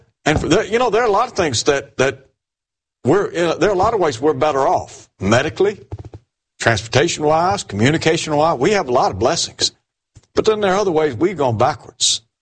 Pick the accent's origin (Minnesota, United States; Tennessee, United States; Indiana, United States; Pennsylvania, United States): Tennessee, United States; Chattanooga; When I was a child growing up in Chattanooga